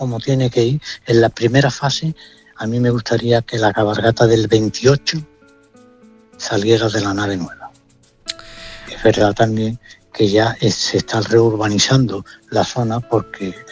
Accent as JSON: {"language": "Spanish", "town": "Seville", "region": "Andalusia", "country": "Spain", "said": "somos muy sevillanos."}